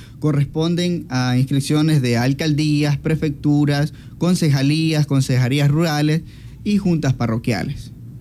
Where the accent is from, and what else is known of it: Ecuador